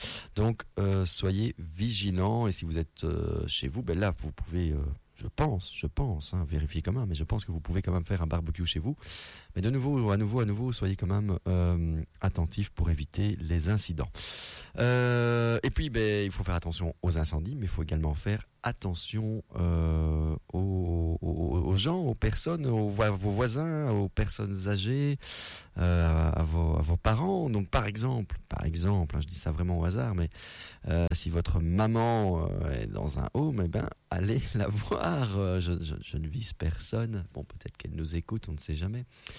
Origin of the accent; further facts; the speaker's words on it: Brussels, Brussels-Capital Region, Belgium; moved away as an adult; now in Luxembourg Province, Belgium; maintenant, j'y habite, donc c'est aussi la mienne, même si je suis bruxellois et je suis de la province du Luxembourg que depuis un an maintenant.